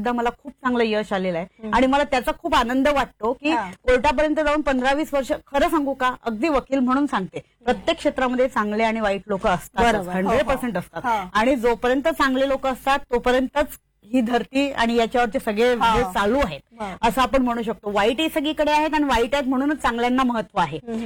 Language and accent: Marathi; Akola, Maharashtra, India; moved away; अकोला, जे नागपूर साईडला जे अकोला आहे त्या अकोल्याचं माझं माहेर आहे. आणि लहानपणापासून संघ परिवारामध्ये वाढलेली आहे